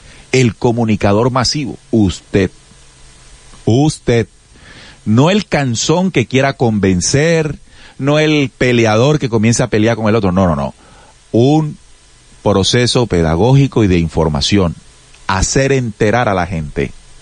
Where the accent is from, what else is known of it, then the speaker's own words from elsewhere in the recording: Colombia; Más allá de izquierda y derecha, somos colombianos.